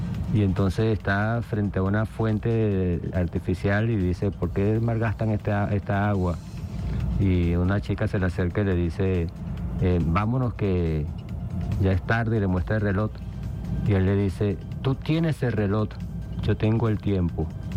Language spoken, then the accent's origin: Spanish; Guárico, Venezuela; now in Caracas, Venezuela; Yo por ejemplo soy huariqueño, yo soy del llano. Yo tengo siempre el llano en el corazón, en la mente. Vivo en Caracas, vivo en Túnez, pero yo quiero siempre vivir en mi llano.